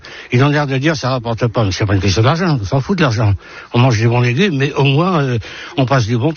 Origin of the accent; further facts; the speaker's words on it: Normandy, France; moi, je suis normand. Hein, attention, c'est un viking.